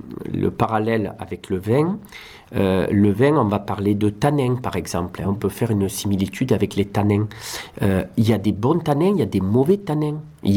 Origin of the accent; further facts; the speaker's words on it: Provence-Alpes-Côte d'Azur, France; Alors, moi je suis originaire de Camargue